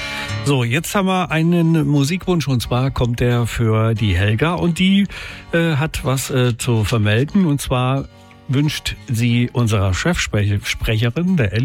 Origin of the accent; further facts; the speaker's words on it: Germany; wir sind ja Deutsche.